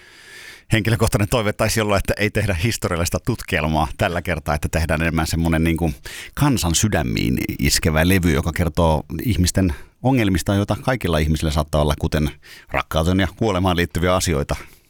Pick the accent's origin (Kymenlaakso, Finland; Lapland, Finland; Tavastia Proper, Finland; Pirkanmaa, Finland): Kymenlaakso, Finland; Kotka; Kotkan satamakaupungista, kun olen kotoisin.